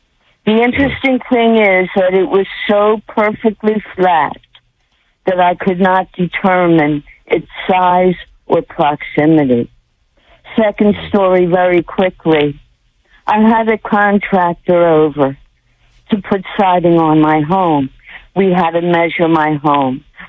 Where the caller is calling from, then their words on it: New Jersey, United States; I'm calling from South Jersey.